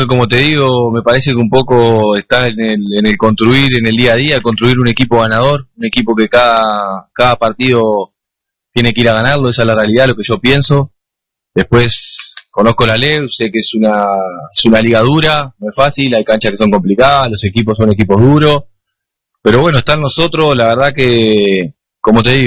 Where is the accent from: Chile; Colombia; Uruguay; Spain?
Uruguay; moved away; estoy muy orgulloso de ser uruguayo